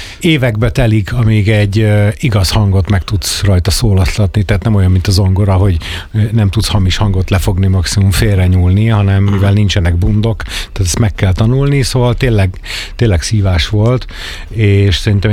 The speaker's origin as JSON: {"language": "Hungarian", "town": "Pécs", "region": "Baranya", "country": "Hungary", "tie": "born or raised there", "moved": "as an adult", "lives_now": "Budapest, Hungary", "said": "én pécsi srác vagyok"}